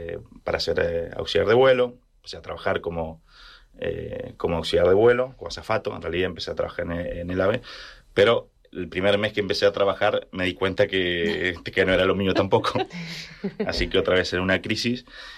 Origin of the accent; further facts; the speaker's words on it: Argentina; moved away as an adult; now in Tarragona, Spain; Y yo soy del campo de Argentina